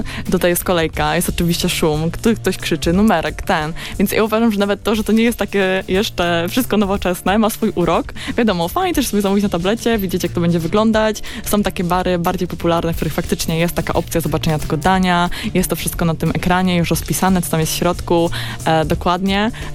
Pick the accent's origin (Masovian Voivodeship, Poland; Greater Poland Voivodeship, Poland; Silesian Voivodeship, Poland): Masovian Voivodeship, Poland; Warsaw; ja również jestem z Pragi i często tam przychodzę